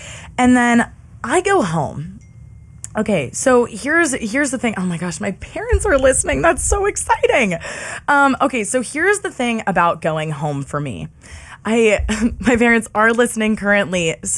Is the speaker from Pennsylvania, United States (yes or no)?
yes; Pittsburgh, Pennsylvania, United States; which I'm a girl from Pittsburgh, Pennsylvania, and, you know, we just had very different walks of life